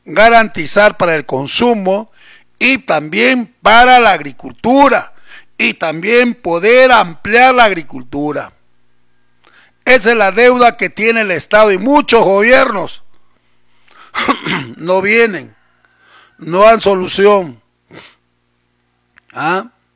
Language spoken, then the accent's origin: Spanish; Tacna, Peru; Los que queremos a Tacna y los que somos de Tacna y raíces tacneñas